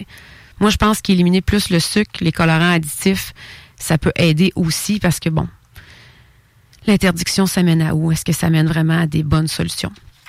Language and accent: French; Quebec, Canada; Bon, vous savez, moi, je suis québécoise.